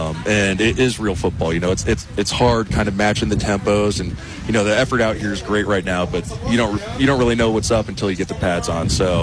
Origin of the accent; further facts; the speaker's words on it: Milwaukie, Oregon, United States; I usually say I'm from Portland